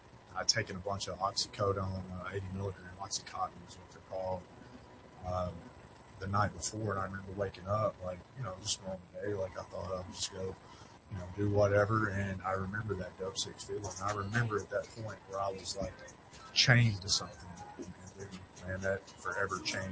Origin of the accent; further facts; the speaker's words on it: Fordyce, Arkansas, United States; So I was raised in South Arkansas, a little town called Fordyce.